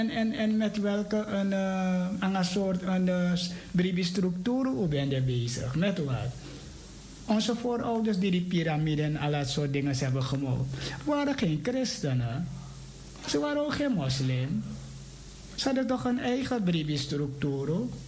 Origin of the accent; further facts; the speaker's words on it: Suriname; Als Surinamers weten we dat je we noemen die dingen Jorka hebt.